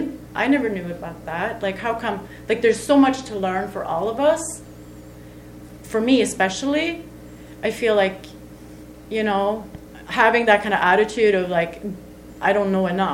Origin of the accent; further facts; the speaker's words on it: Sweden; moved away as an adult; now in Canada; growing up in Sweden